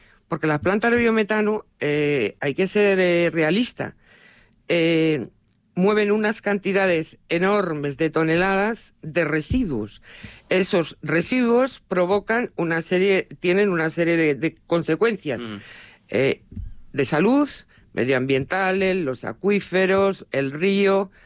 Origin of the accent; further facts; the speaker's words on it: Talavera de la Reina, Castilla-La Mancha, Spain; La entrada de la A5, la entrada que tenemos todos los talaveranos cuando venimos de Madrid normalmente, es por ahí.